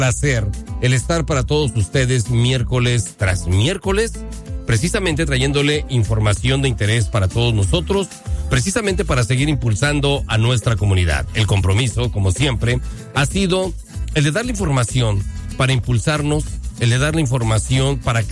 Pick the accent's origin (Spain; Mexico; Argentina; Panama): Mexico; now in Omaha, United States; todos los que somos mexicanos debemos de sentirnos orgullosos de esto